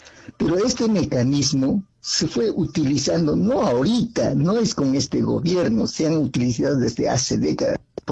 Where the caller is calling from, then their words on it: Juliaca, Puno, Peru; aquí de acá de Juliaca.